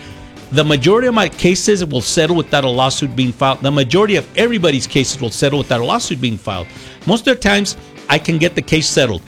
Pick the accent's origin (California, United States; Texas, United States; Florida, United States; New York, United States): Texas, United States; El Paso; Of course, I'm from here. You know, I grew up in El Paso. I'm from El Paso. You know, I started here at AO Elementary in the Segundo Barrio.